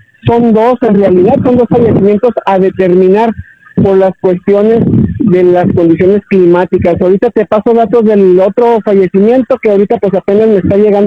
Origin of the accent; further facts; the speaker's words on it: Ciudad Juárez, Chihuahua, Mexico; nosotros como norteños, como juarenses